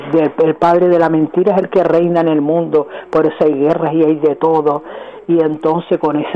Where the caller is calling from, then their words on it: Canary Islands, Spain; soy más canaria que el gofio